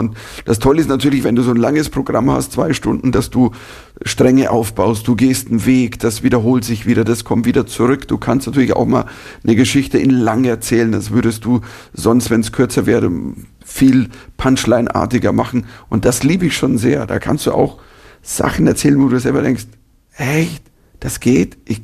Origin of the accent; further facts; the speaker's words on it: Germany; Du stehst da als Deutscher in Amerika und in Südafrika.